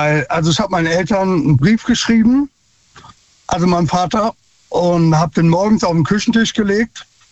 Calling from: Sinzig, Rhineland-Palatinate, Germany; Aus Sinzig. Ich habe die Nummer gewechselt.

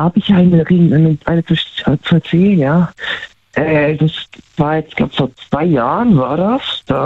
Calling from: Switzerland; Schweiz, genau, ja.

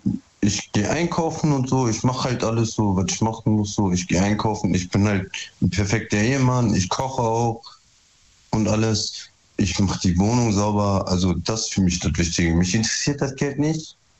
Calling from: Duisburg, North Rhine-Westphalia, Germany; Ich komme aus Duisburg.

